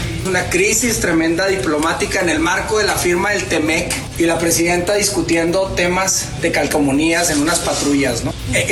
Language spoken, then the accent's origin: Spanish; Mexico; tenemos que, como mexicanos, trabajar juntos.